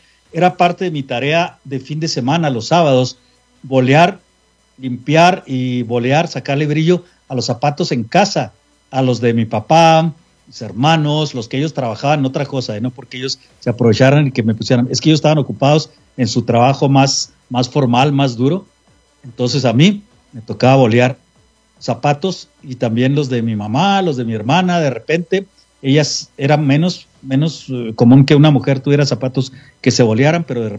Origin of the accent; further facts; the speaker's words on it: Mexico; moved away; allá en nuestros pueblos, en nuestras ciudades, en nuestro rancho, en nuestro lindo México